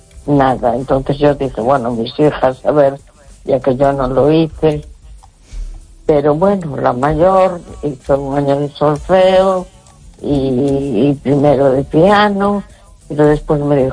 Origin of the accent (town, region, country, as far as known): A Coruña, Galicia, Spain